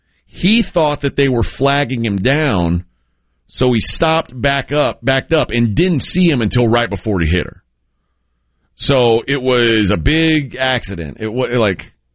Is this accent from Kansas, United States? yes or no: no; Brazoria County, Texas, United States; Now, I grew up in Brazoria County. That's different than Brazos County.